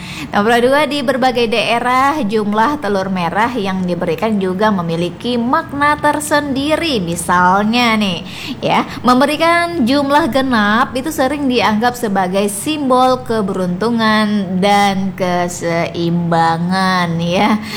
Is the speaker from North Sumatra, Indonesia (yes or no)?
no; Riau Islands, Indonesia; Kalau kita Melayu di Natuna khususnya, ya biasanya telur merah itu kadang sering kita temukan apabila ada pawai ya, atau ada acara hataman Quran, atau sunatan ya